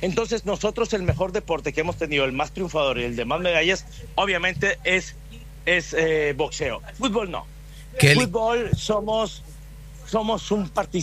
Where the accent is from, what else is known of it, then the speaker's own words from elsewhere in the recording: Mexico; yo soy un mexicano muy orgulloso de ser mexicano